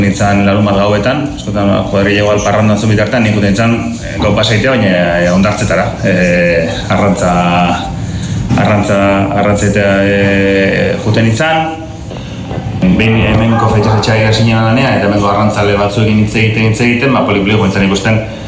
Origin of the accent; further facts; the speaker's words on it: San Sebastián, Basque Country, Spain; nik egia Donostiko naiz, aldezarrekoa, hemen go ikastolan ikasia